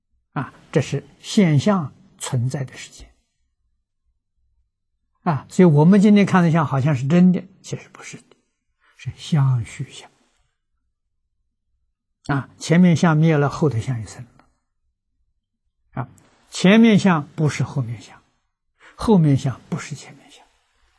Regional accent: China

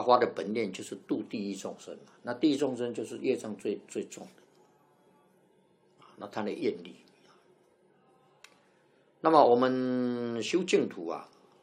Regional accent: China; 我们中国人念的比较合乎我们中国人的习惯

